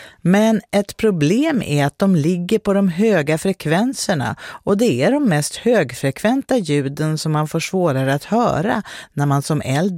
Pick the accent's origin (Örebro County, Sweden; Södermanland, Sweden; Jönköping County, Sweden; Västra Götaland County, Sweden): Södermanland, Sweden; Nyköping; Jag är från Nyköping. Jag har liksom trott att jag inte har någon dialekt, men jag har nog lite.